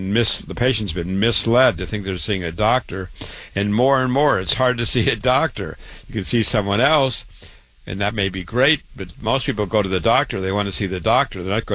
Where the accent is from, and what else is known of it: Waterloo, Iowa, United States; born or raised there